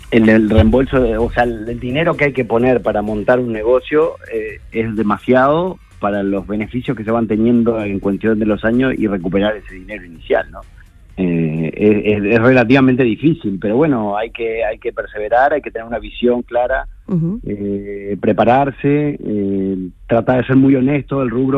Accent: Uruguay; Bueno, el resto de la banda, los chicos son argentinos, uh-huh. Yo soy de Uruguay

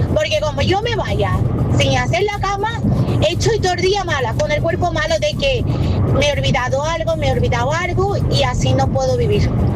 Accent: Seville, Andalusia, Spain; Buenos días … de Sevilla.

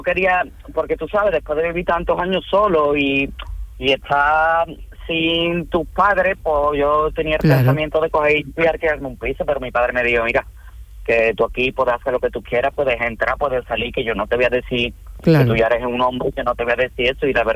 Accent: Écija, Andalusia, Spain; moved away as an adult; also born or lived in Seville; Yo soy de Écija, sí.

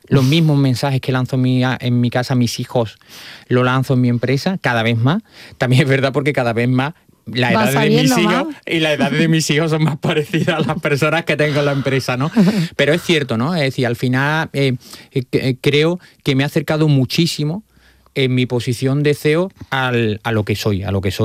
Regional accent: Huelva, Andalusia, Spain; moved away; yo he hecho un recorrido personal, profesional, que yo partí, yo salí de Huelva siendo pedraza

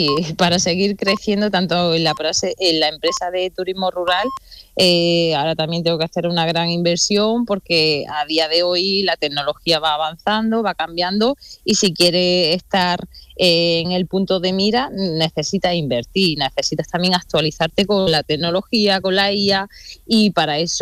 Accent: Dúrcal, Andalusia, Spain; también porque vengo del mundo rural, yo soy de un pueblo, soy de Durcal, de Granada, del Valle del Lecrín, y mis padres tenían casas rurales, ¿eh?

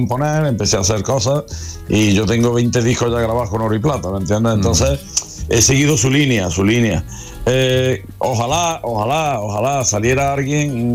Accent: Córdoba, Andalusia, Spain; Dicen que no hay profeta en su tierra, ¿no? Yo sí me considero profeta en mi tierra. Yo a Córdoba le agradezco todo lo que soy.

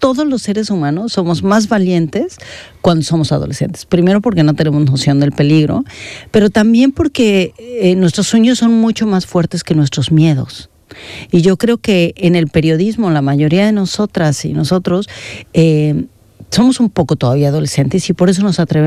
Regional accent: Mexico; yo tengo todos estos recuerdos de mi niñez en México

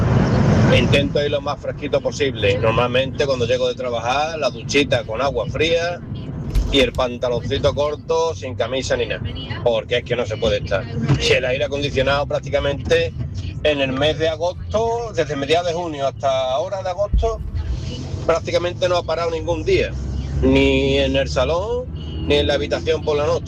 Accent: Nerva, Andalusia, Spain; also born or lived in Montes o Romero; now in Málaga, Spain; soy de Nerva, aunque llevo 38 años en Málaga, y un fuerte abrazo para toda mi gente de Huerva

